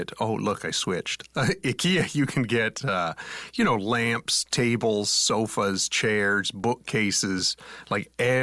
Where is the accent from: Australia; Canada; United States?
Canada; we're a panel of Canadians here.